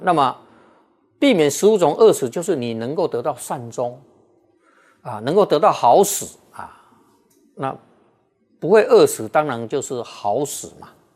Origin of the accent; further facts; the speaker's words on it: Taiwan; born there; 像我们生在台湾啊，像我这个年纪的生在台湾啊